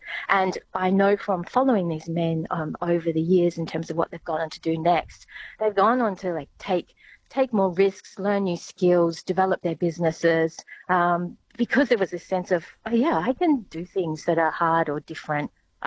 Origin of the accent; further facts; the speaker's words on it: South Hedland, Western Australia, Australia; So I grew up in South Hedland. My family moved there to work in the mine when my sister and I were 2 years old.